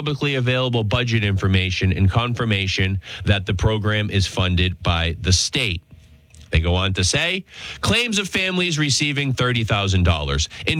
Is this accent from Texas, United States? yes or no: no; Massachusetts, United States; I have consistently referred to my home state of Massachusetts as a border state